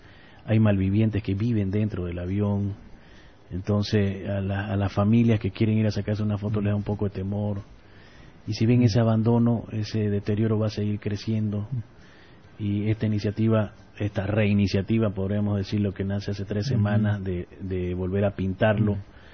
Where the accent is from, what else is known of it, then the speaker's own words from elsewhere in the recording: Beni, Bolivia; now in Santa Cruz de la Sierra, Bolivia; yo soy del Beni, criado en aviones por falta de carretera.